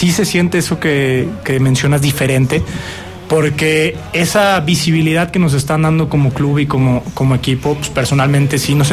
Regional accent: Zacatecas, Mexico; yo más que soy zacatecano

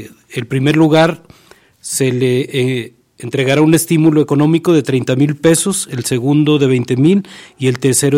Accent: Mexico

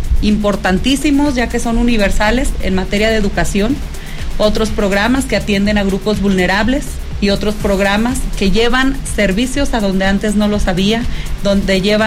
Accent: Fresnillo, Zacatecas, Mexico; Bueno, pues yo soy una mujer zacatecana, fresnillense. Tengo 36 años de edad. Tengo dos licenciaturas, una en educación secundaria con especialidad en historia. Estudié aquí en el CAM, en el Centro de Actualización del Magisterio en Zacatecas.

